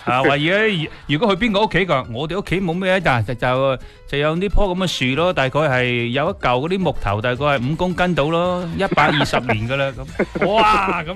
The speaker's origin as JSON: {"language": "Cantonese", "region": "Guangdong", "country": "China", "said": "但我哋广东人就唔讲白木香嘅，一般讲沉香嘅吓、啊，沉香树"}